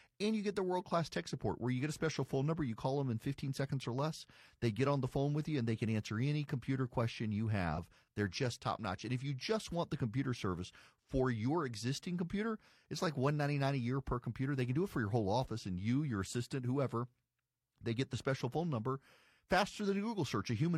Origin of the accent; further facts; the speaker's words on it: Louisiana, United States; Paul Harvey had the stronger signal growing up in Louisiana. WYNK in Baton Rouge, he was on the country station